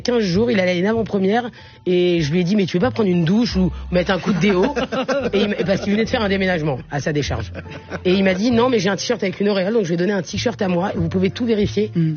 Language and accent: French; Algeria; Moi, je pleure, je suis algérienne, wesh. On pleure pas, nous.